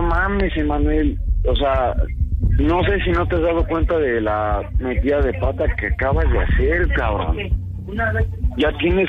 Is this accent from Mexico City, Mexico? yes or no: yes; Mexico City, Mexico; O sea, la neta te lo digo como chilango, güey.